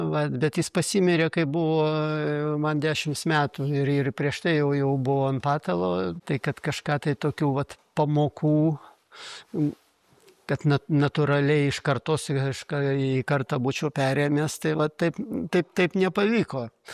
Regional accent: Vilnius, Vilnius County, Lithuania; moved away as an adult; now in near Trakai, Lithuania; Mes, taip sakant, grini miestiečiai, aš Vilniuje ir gimęs

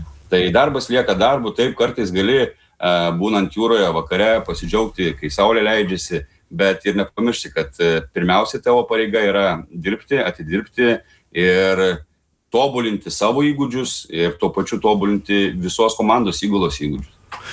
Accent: Klaipėda, Klaipėda County, Lithuania; mes kaip klaipėdiečiai

